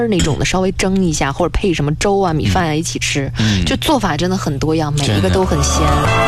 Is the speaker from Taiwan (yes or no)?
no; Northeast China, China; 在我们东北那边